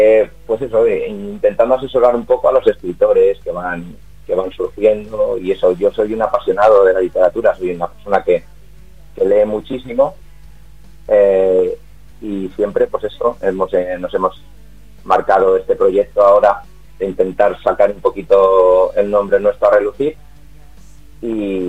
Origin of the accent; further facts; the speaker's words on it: Valladolid, Castile and León, Spain; born there; also born or lived in Guijuelo; nací en Valladolid, a todo el mundo que me pregunta siempre me dice, no, ¿tú de dónde eres? Tal, porque pues eso, cuando vas moviéndote por los diferentes sitios, siempre digo, no, yo soy de Guijuelo